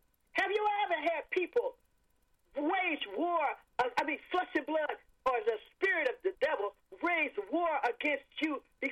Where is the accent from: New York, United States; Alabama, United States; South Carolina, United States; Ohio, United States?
Alabama, United States; Birmingham; I'm from Birmingham, Alabama